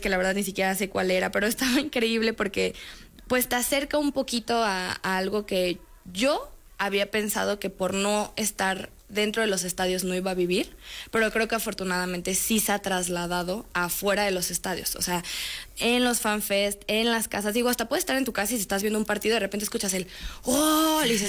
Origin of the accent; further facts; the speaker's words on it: Mexico; Pero sí siento que es una gran falla a mi ADN como mexicana, ¿no? O sea, porque sí creo que todos los mexicanos tenemos algo de pambolero en la sangre.